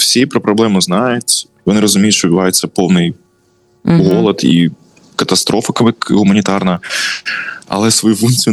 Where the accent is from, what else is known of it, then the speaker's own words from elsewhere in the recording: Nova Kakhovka, Kherson Oblast, Ukraine; moved away; я з Новаковки